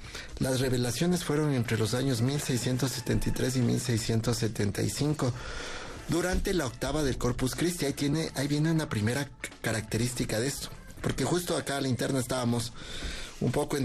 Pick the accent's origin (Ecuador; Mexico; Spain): Ecuador; nosotros, todos nosotros la podemos vivir como ecuatorianos